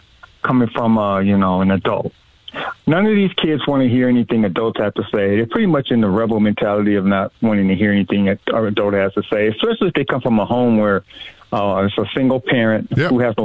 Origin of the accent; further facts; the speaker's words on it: Los Angeles, California, United States; And I'm from South Central Los Angeles originally, so I grew up